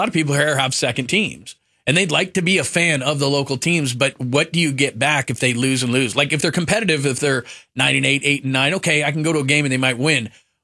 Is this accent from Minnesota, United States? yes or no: yes; Minnesota, United States; now in Arizona, United States; I'm from Minnesota and I'm a Vikings fan